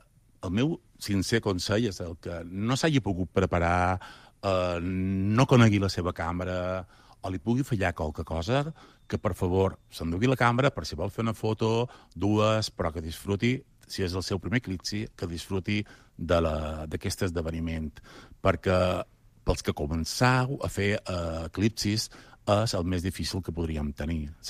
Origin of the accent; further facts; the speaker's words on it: Balearic Islands, Spain; jo, com a mallorquí, com a bon mallorquí que som